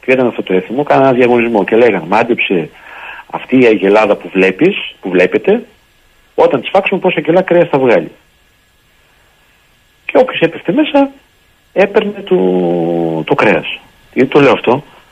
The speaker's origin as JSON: {"language": "Greek", "region": "Epirus", "country": "Greece", "tie": "born or raised there", "said": "Στο χωριό μου, στην Ήπειρο, στα ορεινά και στα Τζουμέρκα τα ορεινά."}